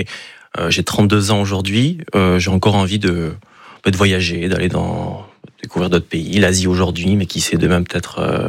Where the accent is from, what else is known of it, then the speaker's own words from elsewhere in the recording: Bayonne, Nouvelle-Aquitaine, France; pour moi, ce territoire, c'est le Pays Basque. Je suis né à Bayonne. J'ai grandi en grande partie dans mon enfance.